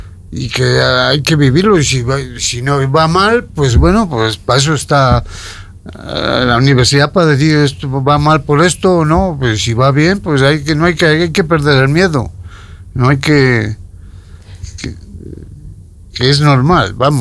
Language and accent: Spanish; Sedano, Castile and León, Spain; now in Burgos, Spain; yo le he llevado a mi pueblo, a Sedano que soy.